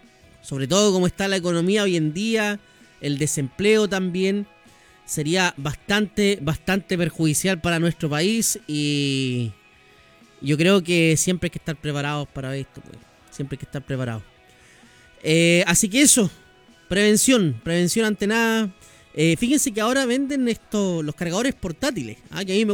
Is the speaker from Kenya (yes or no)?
no; Chile